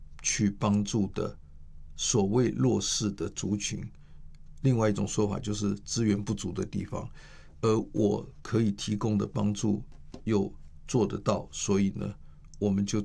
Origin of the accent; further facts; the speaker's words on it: Taipei, Taiwan; 比如说我是一个台北出生台北长大的小孩